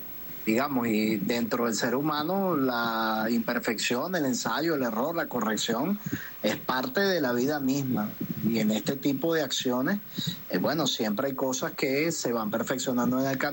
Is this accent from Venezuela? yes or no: yes; Venezuela